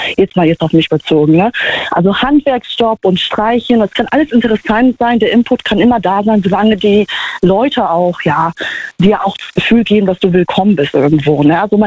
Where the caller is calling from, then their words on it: Trier, Rhineland-Palatinate, Germany; Hier, Trier.